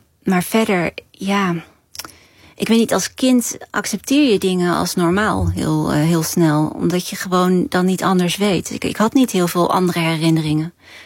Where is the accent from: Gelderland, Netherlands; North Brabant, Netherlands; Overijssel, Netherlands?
North Brabant, Netherlands; Vlijmen; Geweldige dorp waar ik ben opgegroeid.